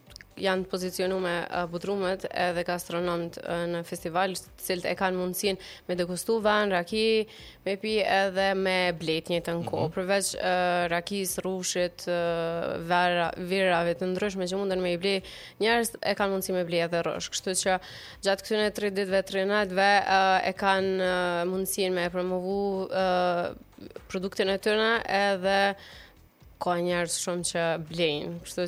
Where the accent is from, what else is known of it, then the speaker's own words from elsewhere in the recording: Rahovec, Gjakova District, Kosovo; mua më thonë që nuk është edhe qytet shumë i madh, po e dim Rauveci